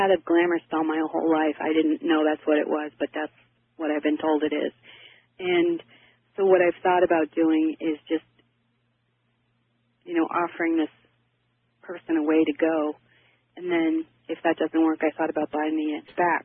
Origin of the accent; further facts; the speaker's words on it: Eagle River, Alaska, United States; I'm from Eagle River, Alaska.